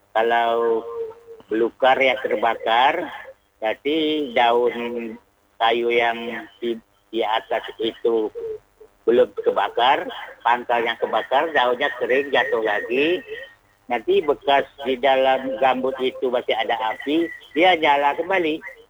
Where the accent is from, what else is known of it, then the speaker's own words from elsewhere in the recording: Selatpanjang, Riau, Indonesia; born there; moved away; kalau daerah kami di Selat Panjang kan saya tahu sendiri, saya kampung saya memang gambut.